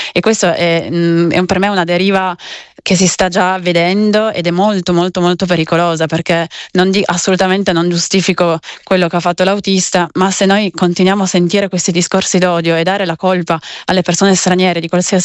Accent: Cuneo, Piedmont, Italy; sono di Cuneo, quindi sono molto vicina anche alla cittadina dove è successo

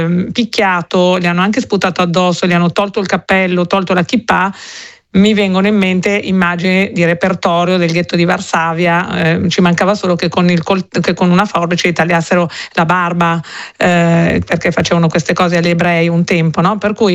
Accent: Milan, Lombardy, Italy; io parlo di Milano perché sono milanese, sono la vicepresidente della comunità ebraica di Milano

